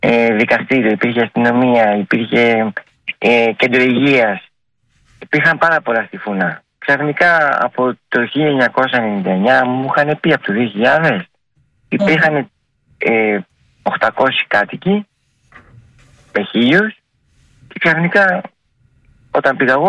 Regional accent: Piraeus, Attica, Greece; also born or lived in Germany / Athens / Fourna; now in Naxos, Greece; ήμουνα Αθήνα, πήγα στη Φούνα, τώρα ήρθα στην Άξο. Στην Άξο εγώ είχα ζήσει μόνο καλοκαίρι, γιατί και εμένα οι γονείς μου με είχαν πάρει μικρό και πήγα και μεγάλωσα στην Πειραιά.

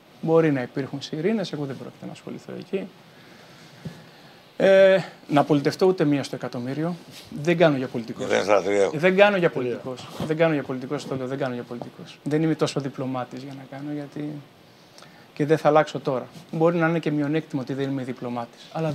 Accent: Patras, Western Greece, Greece; moved away; Εγώ στην Πάτρα μεγάλωσα. Την Πάτρα είμαι. Και δεν την ξεχνώ ποτέ και χαίρομαι που είμαι από εκεί.

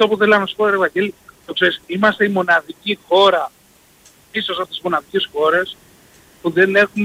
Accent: Greece

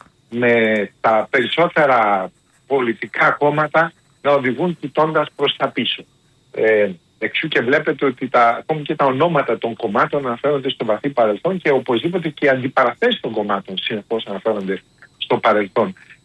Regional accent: Greece; πρώτα στα ελληνικά, πρώτα στην πατρίδα μου.

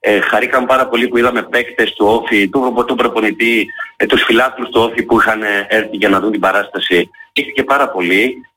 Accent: Heraklion, Crete, Greece; είμαι Ηρακλειώτης

